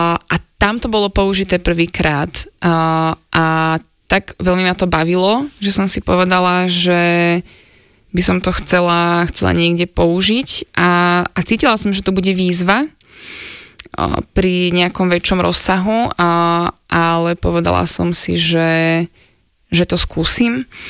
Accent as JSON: {"language": "Slovak", "town": "Rimavská Sobota", "region": "Banská Bystrica Region", "country": "Slovakia", "tie": "born or raised there", "said": "No a ja teda pochádzam z Rimavskej Soboty"}